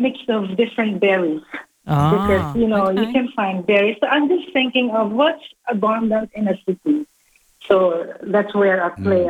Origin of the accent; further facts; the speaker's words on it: Philippines; now in Adelaide, Australia; Because I am originally from the Philippines, so I would love to represent our country.